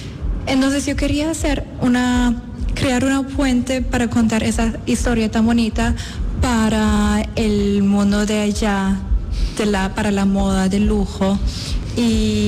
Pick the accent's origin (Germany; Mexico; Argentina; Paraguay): Germany; Spanish is a second language; now in Medellín, Colombia; Yo soy alemana colombiana, crecí en Alemania, pero en el año 23 me fui para Medellín y me enamoré totalmente en la cultura